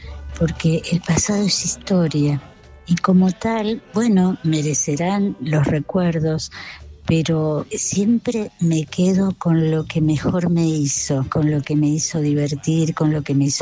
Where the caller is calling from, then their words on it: Almagro, Buenos Aires, Argentina; Los estoy escuchando … de Almagro.